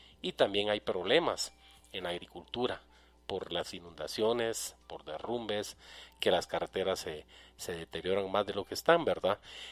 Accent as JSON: {"language": "Spanish", "country": "Guatemala", "said": "acá en Guatemala."}